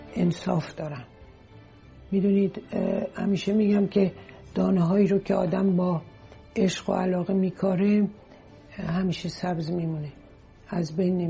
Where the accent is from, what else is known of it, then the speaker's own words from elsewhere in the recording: Iran; همه ما ایرانی هستیم